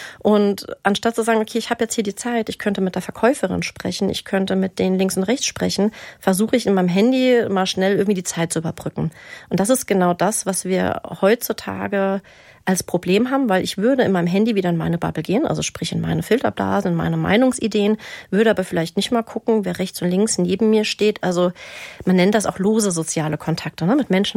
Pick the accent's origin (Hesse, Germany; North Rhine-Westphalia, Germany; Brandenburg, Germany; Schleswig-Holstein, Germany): Hesse, Germany; Frankfurt; Ich bin Frankfurterin und wenn ich hier durch die Cafés laufe, dann redet man gerne von Hipster.